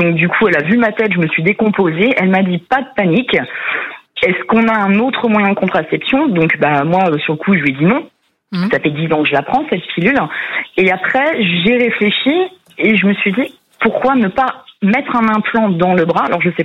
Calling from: Chaumont, Brittany, France; J'habite à Chaumont, en Ille-et-Vilaine

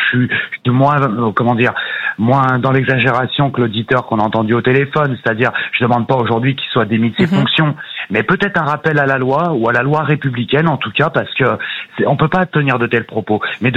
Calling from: Bourg-en-Bresse, Auvergne-Rhône-Alpes, France; J'appelle de Bourg-en-Bresse.

